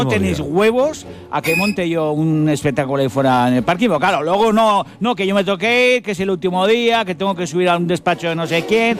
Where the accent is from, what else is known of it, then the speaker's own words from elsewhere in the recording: Basque Country, Spain; yo esto lo hago por orgullo, lo hago por orgullo, porque soy vasco y a mí no me gana ni Bartolo.